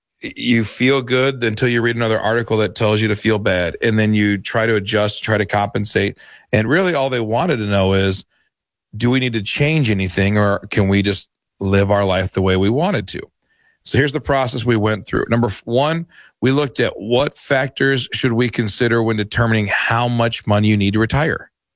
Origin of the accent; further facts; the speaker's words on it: Dover, Delaware, United States; born there; also born or lived in Indiana, United States / Michigan, United States; So I was born on the Dover Air Force Base in Dover, Delaware. And my parents were from the East Coast. And then we moved to Indiana because of the Army. And then moved up to Michigan because of the Army.